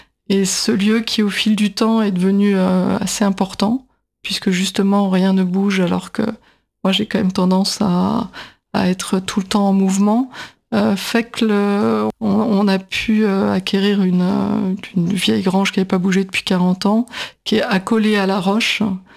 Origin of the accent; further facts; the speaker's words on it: Paris, Île-de-France, France; j'étais parisienne, qui arrivait en région